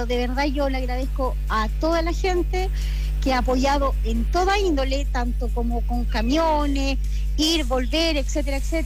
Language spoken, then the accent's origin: Spanish; Calama, Antofagasta, Chile; now in Angol, Chile; tú sabes que yo soy de Calama, llegué hace 8 años aquí a Angol, soy angolina, pero me fui muy chiquitita de acá, entonces no tengo tanto apego